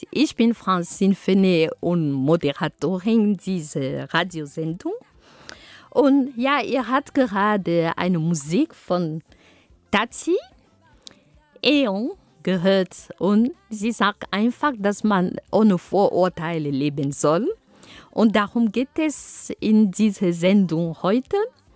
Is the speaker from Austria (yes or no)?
no; Cameroon; now in Germany; Und wo ich herkomme, in Kamerun, da haben wir eine besondere Art und Weise, uns anzuziehen. Und wir haben zum Beispiel die Wax-Kleidungen, also Kleidungen mit afrikanischen Muster.